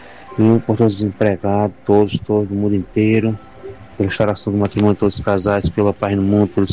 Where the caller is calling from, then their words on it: Fortaleza, Ceará, Brazil; falo de Fortaleza, Ceará